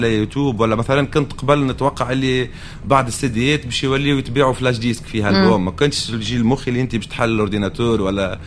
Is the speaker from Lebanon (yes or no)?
no; Tunisia; born there; انا ملي تولدت في تونس ديجا بديت في الصعوبات يعني اول صعوبه عرضت في حياتي اللي انا تولدت في تونس